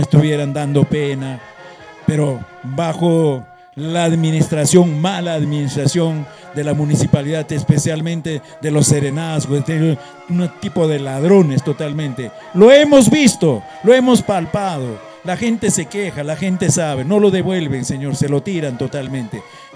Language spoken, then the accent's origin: Spanish; Huaraz, Ancash, Peru; todos somos de Huaraz, señor, y todos tenemos que vivir de nuestro Huaraz querido.